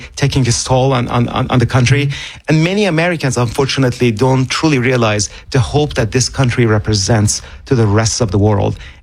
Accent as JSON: {"language": "English", "country": "Iran", "tie": "born or raised there", "lives_now": "United States", "said": "as a kid growing up in Iran in the 1980s, when the 8-year war was going on with Iraq, I had hope in one country."}